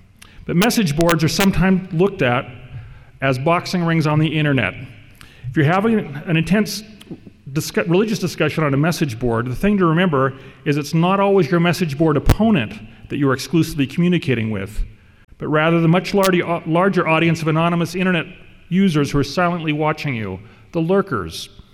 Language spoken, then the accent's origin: English; Redding, California, United States; I'm from Redding, California